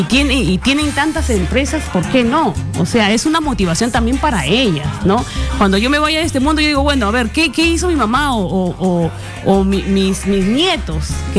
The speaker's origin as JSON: {"language": "Spanish", "town": "Motupe", "region": "Lambayeque", "country": "Peru", "tie": "born or raised there", "moved": "yes", "said": "cuando regreso a Motupe. El lugar no es, pues, son personas muy humildes, pero regresar a mi pueblo es algo muy significativo"}